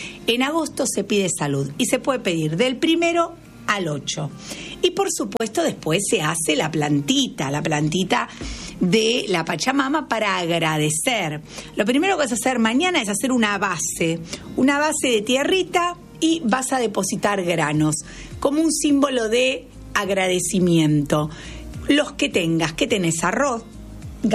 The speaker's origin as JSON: {"language": "Spanish", "region": "Buenos Aires", "country": "Argentina", "said": "acá somos porteños"}